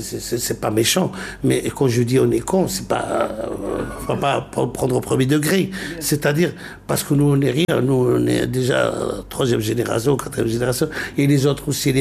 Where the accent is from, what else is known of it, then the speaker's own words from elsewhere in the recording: Algeria; Moi, j'ai souffert pour instaurer déjà cette musique chez moi, en Algérie.